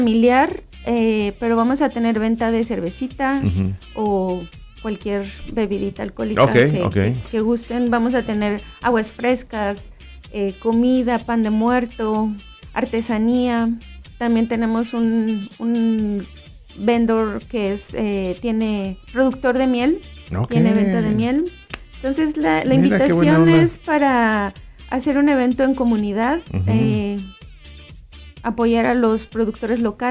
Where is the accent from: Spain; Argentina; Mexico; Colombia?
Mexico; moved away as an adult; Yo que nací y crecí en México